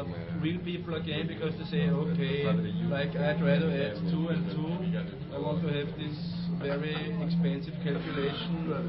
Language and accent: English; Austria; English is a second language; I'm coming from Austria. We have 40 degrees.